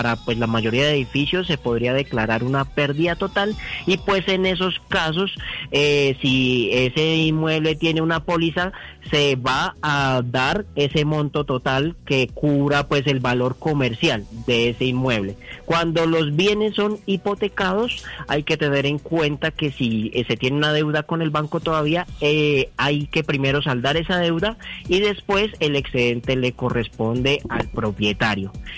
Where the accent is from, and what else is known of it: Colombia